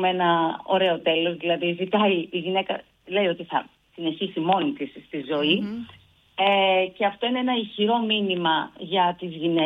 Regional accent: Thessaloniki, Central Macedonia, Greece; moved away; Πάντα έχω μεγάλη χαρά όταν παίζω στην πόλη μου

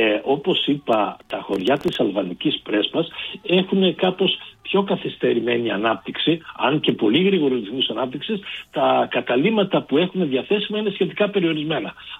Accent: Prespa, Western Macedonia, Greece; Θα πάμε λοιπόν στην ελληνική Prespa που λίγο πολύ την έχουμε ακούσει. Είναι η πατρίδα μου και την οποία

